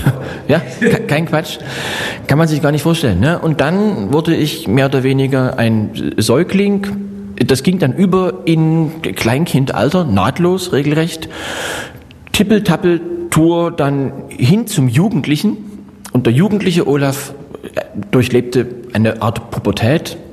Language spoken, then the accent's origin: German; Plauen, Saxony, Germany; born there; now in Dresden, Germany; mein Lebensmittelpunkt ist ja mittlerweile Dresden. Ich bin ja im Vogtland geboren, ich bin gerne dort geboren